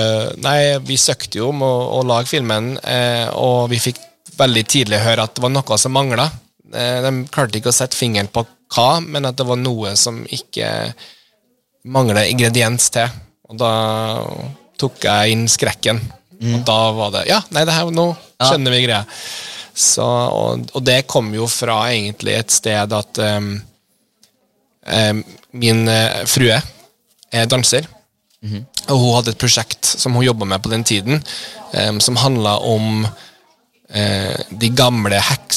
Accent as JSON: {"language": "Swedish", "country": "Canada", "second_language": "Swedish", "moved": "yes", "lives_now": "Norway", "said": "Jag är ju från Kanada. … Och så flyttade jag till Trøndelag som ligger i mitten av Norge."}